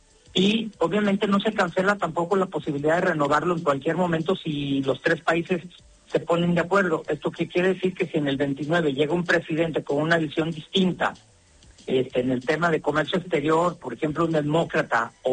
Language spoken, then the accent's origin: Spanish; Mexico